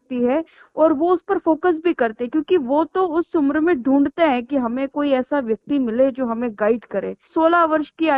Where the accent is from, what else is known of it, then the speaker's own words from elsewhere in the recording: Ujjain, Madhya Pradesh, India; born there; मेरा जन्मभूमि क्षेत्र भी उज्जैन ही रहा है।